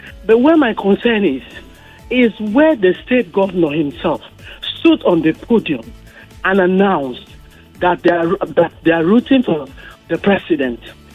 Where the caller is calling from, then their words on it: Lagos, Nigeria; And I'm calling from Surulere.